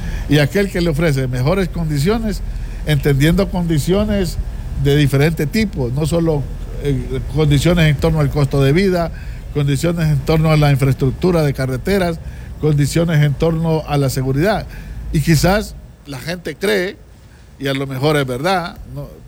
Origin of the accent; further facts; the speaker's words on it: Honduras; la cantidad que somos de hondureños